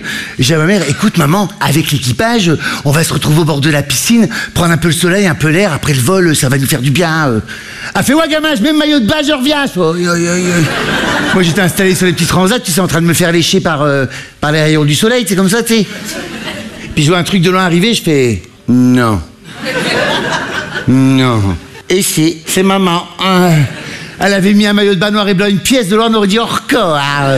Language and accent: French; Hauts-de-France, France; Et je viens d'une bonne famille du Nord avec une maman qui fait ma taille, 130 kilos